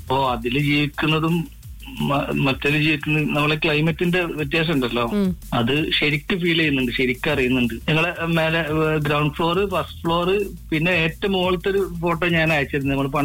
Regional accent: Kumaranellur, Kerala, India; born there

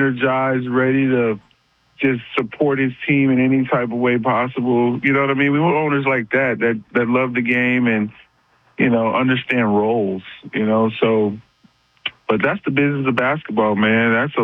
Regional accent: Boston, Massachusetts, United States

